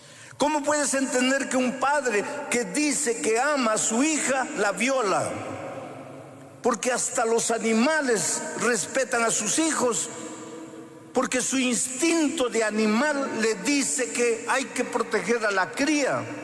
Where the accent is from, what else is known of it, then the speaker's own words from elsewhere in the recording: Peru; Yo estoy en un país que es mi país, es mi tierra. Yo nací, yo crecí aquí.